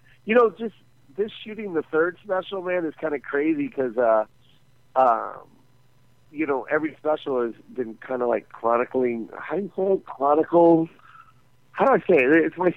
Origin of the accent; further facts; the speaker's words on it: Las Vegas, Nevada, United States; And then that's my hometown too.